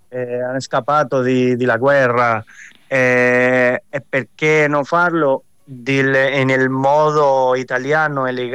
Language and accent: Italian; Venezuela; Italian is a second language; Io sono nato in Venezuela e sono innamorato sempre della cultura italiana. Mio padre viene da Bari, è nato in Bari, sempre ho cresciuto con questa con la mia famiglia italiana in Venezuela.